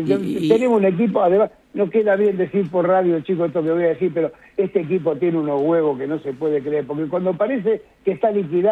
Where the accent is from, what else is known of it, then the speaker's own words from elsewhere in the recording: Argentina; Mi abuelo vino para acá, para Argentina. Mi vieja vino para Argentina. Yo soy hijo de españoles, pero soy argentino.